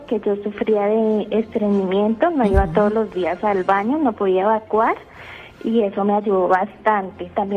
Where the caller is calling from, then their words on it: Zipaquirá, Cundinamarca, Colombia; De Zipaquirá.